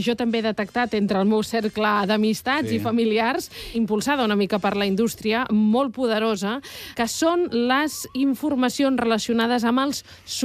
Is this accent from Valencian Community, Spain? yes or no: yes; Valencian Community, Spain; Com a valenciana que sóc.